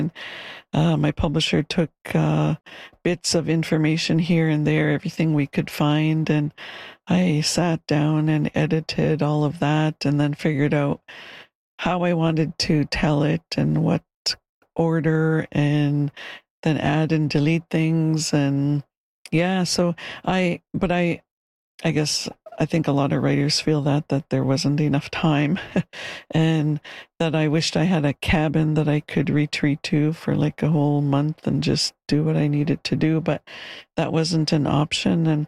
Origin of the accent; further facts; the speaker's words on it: Dog Creek, British Columbia, Canada; I grew up with Granny in Khatstam, it's called, in my Shawetmuk or Shuswap language, called Deep Valley. It was a mountain, a ravine, and otherwise known as Dog Creek.